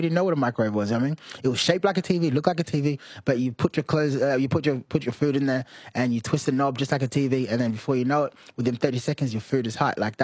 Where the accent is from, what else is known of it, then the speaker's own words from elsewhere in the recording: Australia; The thing is, if we say we're Australian, people will say you're not. And then when we celebrate our Sudanese, they're like, well, if you like it so much, why don't you go back?